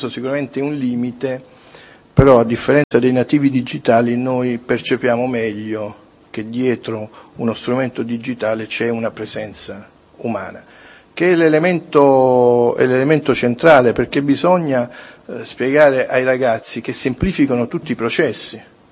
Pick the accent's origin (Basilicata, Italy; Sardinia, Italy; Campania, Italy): Campania, Italy; Salerno; io sono salernitano, noi a Salerno abbiamo un festival del cinema che è antichissimo